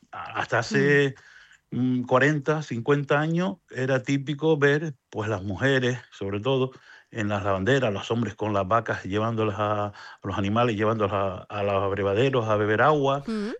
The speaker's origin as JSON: {"language": "Spanish", "town": "Lomo Magullo", "region": "Canary Islands", "country": "Spain", "tie": "born or raised there", "said": "porque yo como nací y vivo en Lomo Magullo, conozco bien la fiesta y bueno, desde chiquillo la he disfrutado."}